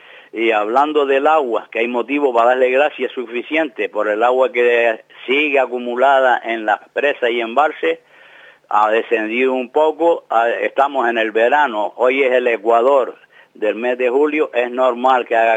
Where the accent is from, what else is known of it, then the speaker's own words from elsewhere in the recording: Spain; Ahora somos todos españoles, pero también lo éramos antes, ¿no?